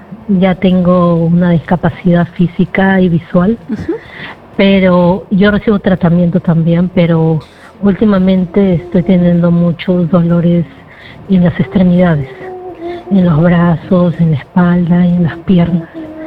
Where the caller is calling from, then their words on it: Callao, Peru; Desde Oquendo, Callao.